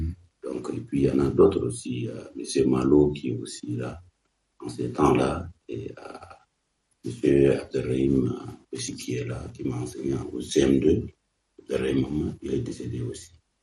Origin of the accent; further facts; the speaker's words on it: Abéché, Ouaddaï, Chad; moved away as an adult; now in N'Djamena, Chad; Je suis né à 1969 à Béchi …